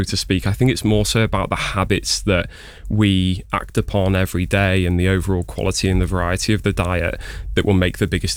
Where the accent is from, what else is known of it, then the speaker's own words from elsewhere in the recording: England, United Kingdom; So I studied in the Midlands. I'm from up north, and then I actually moved down south not so long ago. So my accent's probably a little bit all over the place.